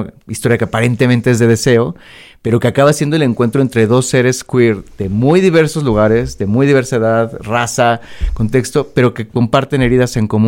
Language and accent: Spanish; Mexico; Entonces nosotros somos muy mexicanos y mucho más dramáticos.